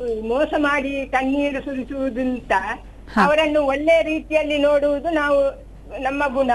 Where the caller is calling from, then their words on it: Puttur, Karnataka, India; ನಾನು ಪುತ್ತೂರಿನಿಂದ